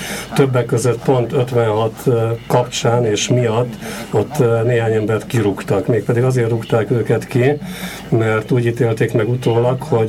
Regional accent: Hungary; moved away as an adult; also born or lived in Munich; én itthon olyan értelemben a Szabad Európán nőttem fel

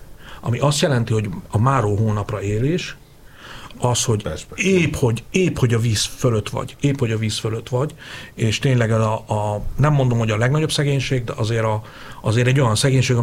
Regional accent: Hungary; vidéken születtem, ebben nőttem fel

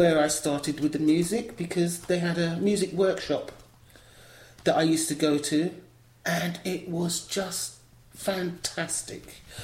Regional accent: London, United Kingdom; moved away; also born or lived in Hackney, London; I grew up in Islington, London, Islington. My family. No, first of all, we were in Hackney.

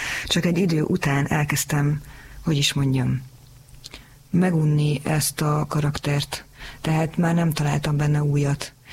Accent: Hungary; ebben a társadalomban élek, ebben a társadalomban nőttem fel.

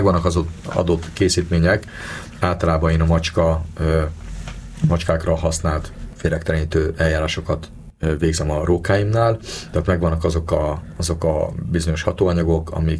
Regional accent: Budapest, Hungary

